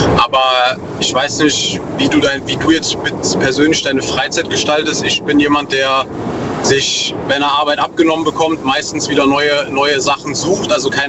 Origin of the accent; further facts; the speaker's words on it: North Rhine-Westphalia, Germany; Aus der Eifel, NRW.